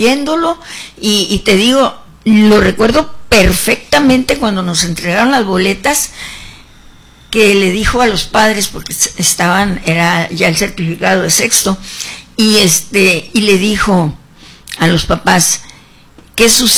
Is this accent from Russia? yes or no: no; Mexico; todo lo que nos habían hecho pues a los mexicanos, ¿no? A México, lo que nos habían quitado